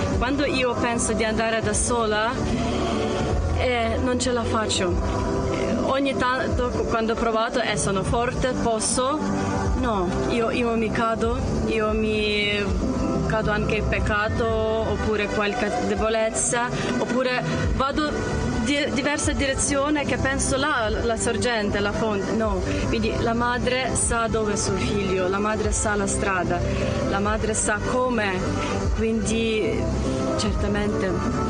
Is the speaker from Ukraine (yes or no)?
yes; Ukraine; Italian is a second language; vengo da Ucraina certamente